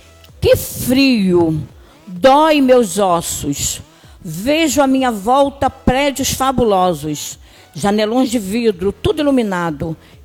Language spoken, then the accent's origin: Portuguese; Cabo Frio, Rio de Janeiro, Brazil; born there; moved away as an adult; now in Brasília, Brazil; É, eu sou de Cabo Frio, nasci na passagem, né?